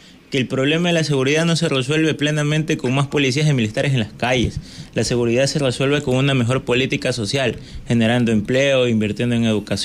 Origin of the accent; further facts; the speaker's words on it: Guayaquil, Guayas, Ecuador; Yo soy de Guayaquil.